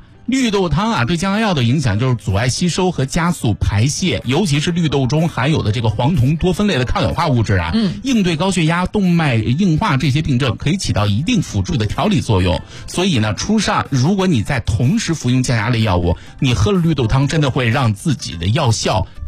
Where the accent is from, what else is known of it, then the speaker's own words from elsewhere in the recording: China; 我们中国人